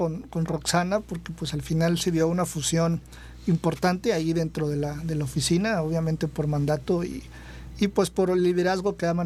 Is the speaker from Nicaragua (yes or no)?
no; Ciudad Valles, San Luis Potosí, Mexico; also born or lived in Mexico City; now in San Luis Potosí, Mexico; yo vengo de Valles